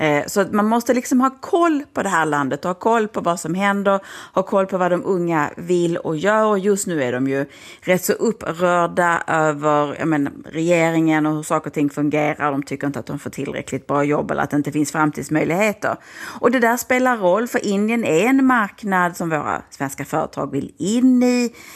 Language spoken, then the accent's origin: Swedish; Skåne, Sweden; Ja, alltså som skåning, och hoppas jag att de mina andra skånska lyssnare inte tar illa visa